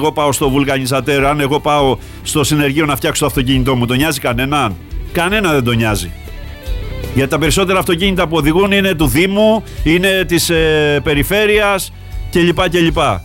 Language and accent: Greek; Lykoudi, Greece; στο χωριό μου, στο Λυκούδι?